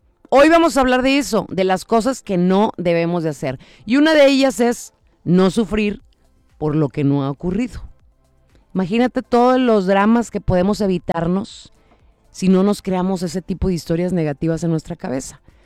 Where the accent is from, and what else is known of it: Mexico